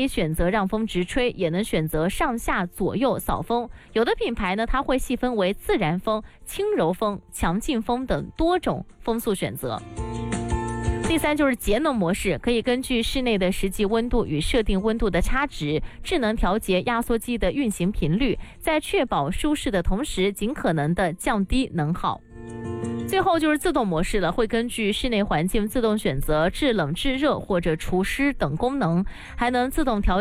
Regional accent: Guangdong, China; 对于我们广东人来说，我们深圳的这个气候

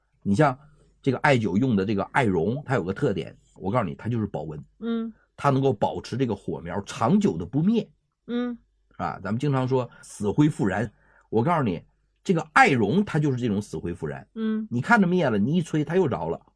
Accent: China; 我们中国人

